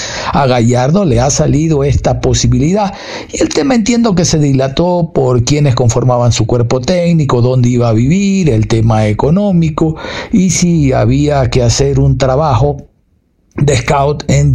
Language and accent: Spanish; Ecuador; Y obviamente como ecuatorianos le deseamos toda clase de éxito al director técnico para que las cosas le salgan.